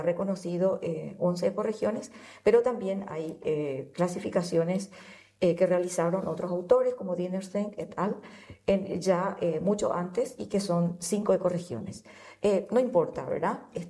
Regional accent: Paraguay; nosotros somos así, los paraguayos

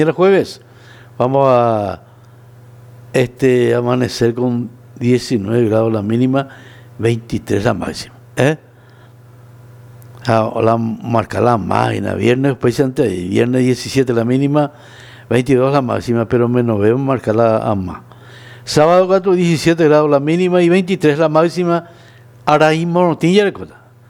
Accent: Paraguay; me gusta la polca, como paraguayo

